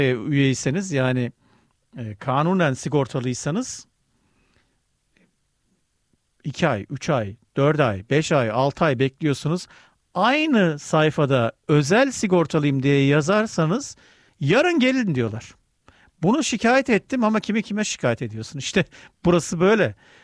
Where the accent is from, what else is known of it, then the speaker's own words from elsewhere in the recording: Germany; Bilemiyorum yani ben burada büyüdüm, burada yetiştim.